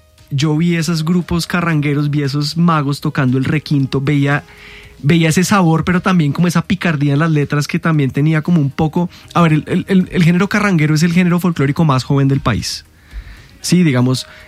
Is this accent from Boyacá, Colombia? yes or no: no; Bogotá, Colombia; No, yo soy más rolo que... Yo soy más rolo que... ¿Qué será? Que echarle queso al chocolate.